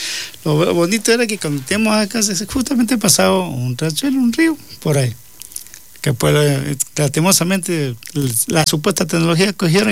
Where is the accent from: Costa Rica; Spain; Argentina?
Costa Rica; Puerto Viejo; Yo vengo de Puerto Viejo, allá aparte del mango y el tamarindo, porque le dicen la reserva tamarindo